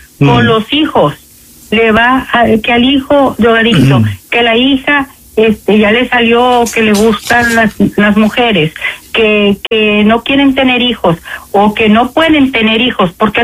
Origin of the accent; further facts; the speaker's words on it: Mexico; Y los mexicanos, yo soy mexicana, de ahí viene.